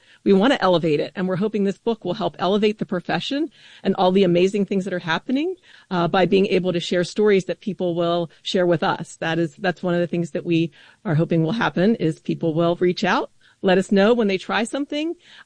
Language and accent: English; Maryland, United States; I'm from Maryland, grew up in a public school system